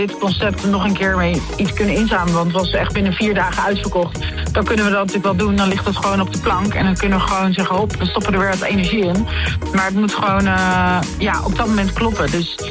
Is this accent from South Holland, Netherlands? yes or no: yes; De Lier, South Holland, Netherlands; ik kom uit De Lier.